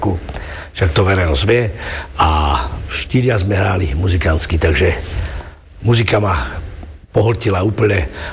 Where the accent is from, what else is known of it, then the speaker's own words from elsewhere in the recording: Bratislava, Bratislava Region, Slovakia; Slovenský, romský a tak. Ja som vyrastal v Bratislave a ja som väčšinou mal kamarádov neromov.